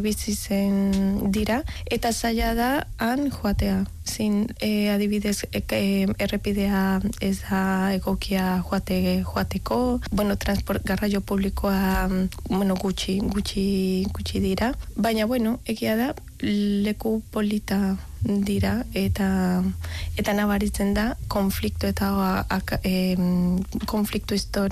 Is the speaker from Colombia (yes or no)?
yes; Bogotá, Bogotá Capital District, Colombia; born there; Basque is a second language; Ni irian, Bogota jaio nintzen, bai.